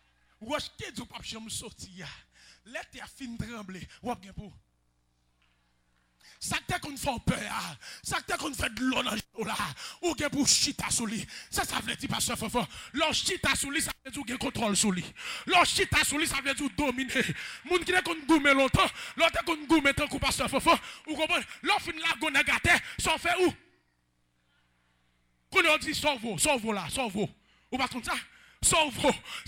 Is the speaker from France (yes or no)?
no; Haiti; En tant qu'haïtien, en tant que pasteur haïtien